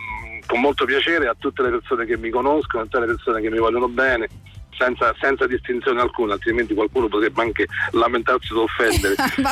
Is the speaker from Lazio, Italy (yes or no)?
yes; Lazio, Italy; lavoro presso Fondi, Latina, e faccio tutti i giorni a Maseno, che è il mio paese.